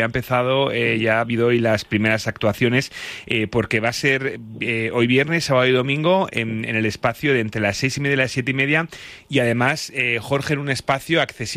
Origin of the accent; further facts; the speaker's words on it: León, Castile and León, Spain; No hace falta, para los que somos de León, irse muy lejos.